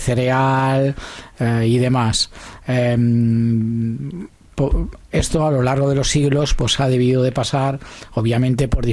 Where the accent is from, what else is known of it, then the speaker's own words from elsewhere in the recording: Binissalem, Balearic Islands, Spain; Somos de Binissalem.